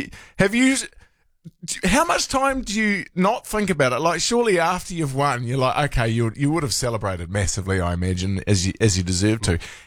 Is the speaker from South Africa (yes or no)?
no; New Zealand; As a New Zealander